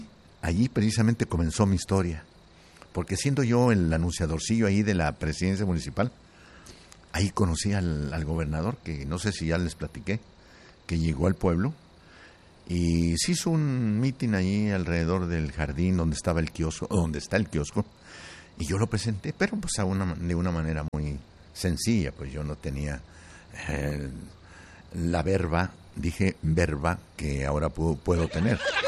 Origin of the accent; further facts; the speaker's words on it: Tlaltenango, Zacatecas, Mexico; moved away; mi tierra, Tlaltenango.